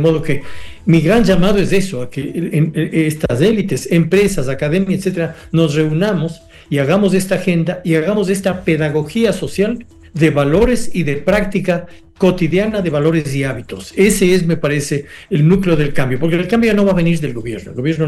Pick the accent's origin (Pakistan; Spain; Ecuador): Ecuador; En fin, ¿qué esperanza tengo si yo como ecuatoriano?